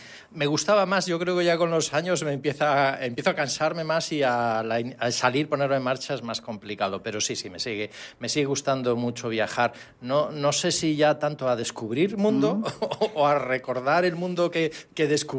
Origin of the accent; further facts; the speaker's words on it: Galicia, Spain; now in Mallorca, Spain; yo soy del norte de Galicia, de tierra de marinos, y por tanto, pues aquí en Mallorca estoy encantado, que estoy como en mi tierra